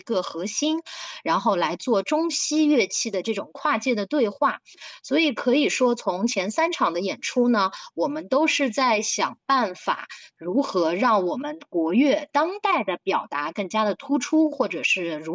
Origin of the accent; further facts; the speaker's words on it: China; 中国我们的民乐和我们中国人生命节奏时间规律之间的一种关系